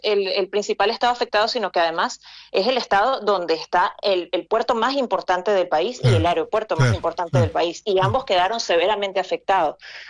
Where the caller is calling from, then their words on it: Caracas, Miranda, Venezuela; yo estoy ubicada en la zona más periférica, eso sería El Hatillo, que es uno de los municipios. Sí, yo estoy justamente en El Hatillo